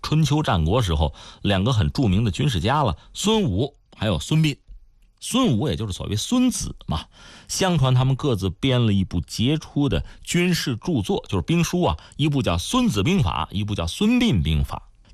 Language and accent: Chinese; China; 我们中国人